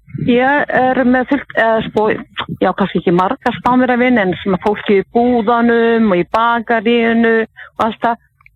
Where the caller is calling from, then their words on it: Torrevieja, Valencian Community, Spain; Torri Veka.